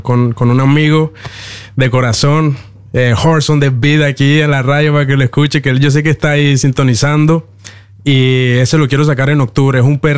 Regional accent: Cali, Valle del Cauca, Colombia; moved away as an adult; now in Norway; Soy de Cali, la sucursal de la salsa.

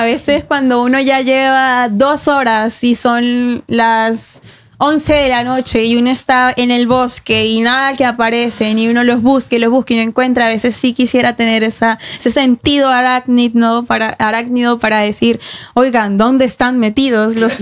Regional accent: Barranquilla, Atlántico, Colombia; moved away; Por lo menos yo vengo de Barranquilla, la tierra de … para los que no saben, y de Sofía Vergara.

